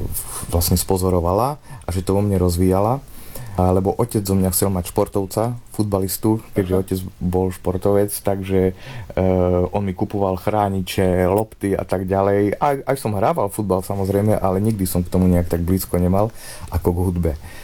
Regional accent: Jenkovce, Košice Region, Slovakia; odkiaľ pochádzam z ďalekého východného Slovenska, konkrétne 3 km od Užhorodu, je to malá dedinka Jenkovce.

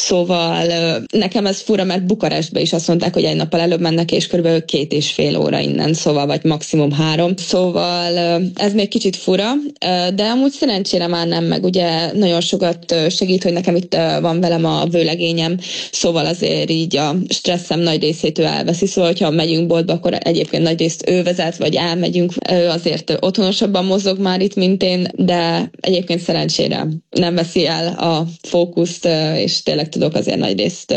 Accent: Szombathely, Vas, Hungary; moved away; Hát egyértelműen a komfortból jöttem, szóval az, hogy nekem Szombathely a szülővárosom, én ott mindent mindig tudtam, hogy hogy volt, hova megyek

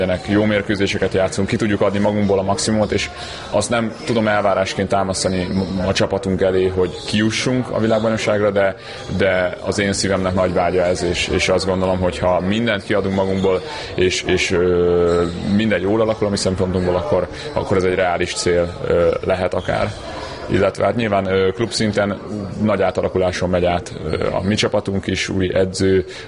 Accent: Hungary; magyarok vagyunk

